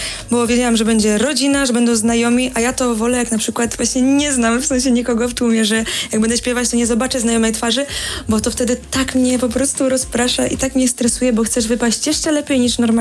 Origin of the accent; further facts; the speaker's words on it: Krapkowice, Opole Voivodeship, Poland; ostatnio grałam u siebie, w mojej rodzinnej miejscowości w Krapkowicach, po wielu latach niegrania tam